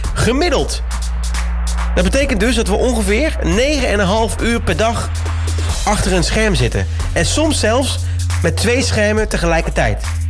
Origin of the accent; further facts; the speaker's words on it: Netherlands; wij als Nederlander